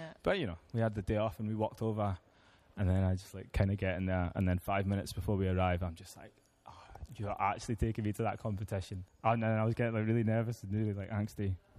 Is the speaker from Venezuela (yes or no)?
no; Scotland, United Kingdom; accent: Scottish